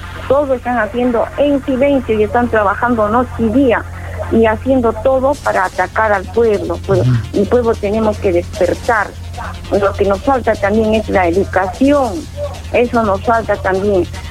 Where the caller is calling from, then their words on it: Peru; acá en el Perú